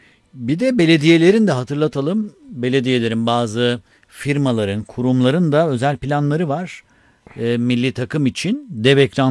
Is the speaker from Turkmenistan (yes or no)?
yes; Turkmenistan; Türkmenistanlıyım.